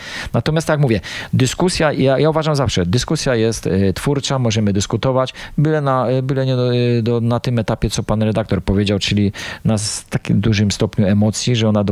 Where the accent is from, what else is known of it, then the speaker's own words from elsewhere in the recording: Lesser Poland, Poland; Ja jestem z krwi i kości Małopolaninem od chyba XVI wieku